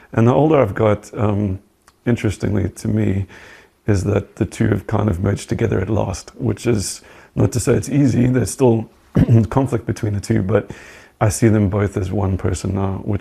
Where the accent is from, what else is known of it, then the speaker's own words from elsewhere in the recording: South Africa; And we are uniquely South African in very different